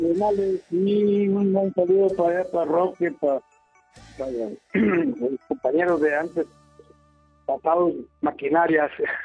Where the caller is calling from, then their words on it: Tacualeche, Zacatecas, Mexico; aquí, Tacualeche